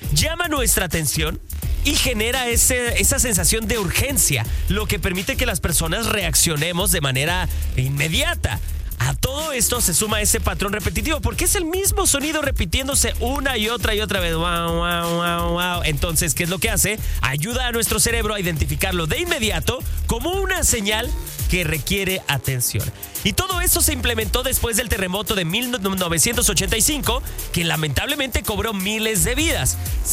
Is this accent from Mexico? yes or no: yes; Mexico; nosotros como mexicanos